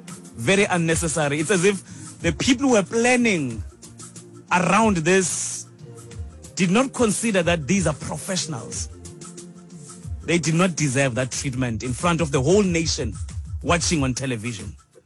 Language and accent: English; South Africa; I'm a patriotic South African. My patriotic South African.